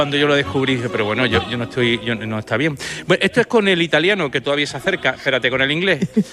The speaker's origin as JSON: {"language": "Spanish", "town": "Granada", "region": "Andalusia", "country": "Spain", "said": "Hacia la Torre de la Vela, ya quisiera yo. Hacia la Torre de la Vela, que yo soy de Granada."}